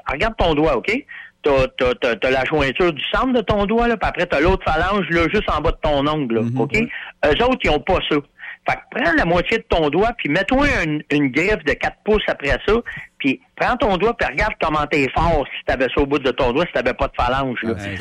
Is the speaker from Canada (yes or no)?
yes; Canada; nous autres, on est des Canadiens, nous autres, on est fins, là, OK?